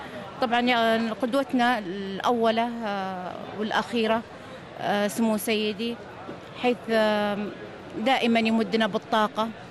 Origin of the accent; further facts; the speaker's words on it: Saudi Arabia; بريحة العطور الشرقية العربية يعني المستمرة عندنا في المملكة العربية السعودية، وهذا فخر أولا لدولتنا